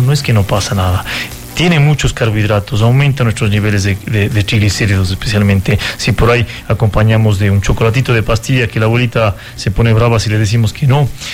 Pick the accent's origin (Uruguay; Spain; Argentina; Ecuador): Ecuador; Cuenca, Azuay; Como buen cuencano que somos, ecuatorianos.